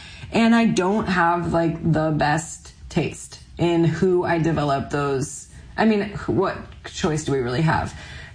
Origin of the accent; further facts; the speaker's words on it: Chicago, Illinois, United States; now in Los Angeles, United States; For me, I am from Chicago, so there's always a little bit of something about